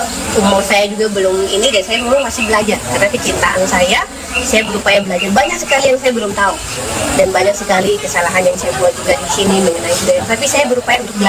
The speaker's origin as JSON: {"language": "Indonesian", "region": "Papua", "country": "Indonesia", "said": "tapi menjadi salah satu ikon yang menceritakan tentang kehidupan kita orang Papua."}